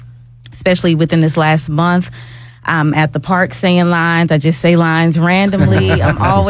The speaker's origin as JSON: {"language": "English", "town": "Atlanta", "region": "Georgia", "country": "United States", "said": "I've learned the city. So I'm from Atlanta."}